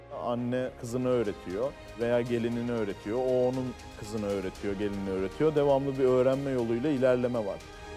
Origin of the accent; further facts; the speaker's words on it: Istanbul, Turkey; born there; also born or lived in Ordu; 27 yaşındayım. İstanbul'da doğdum. Aslen Orduluyum. Orta sınıf bir ailede büyüdüm.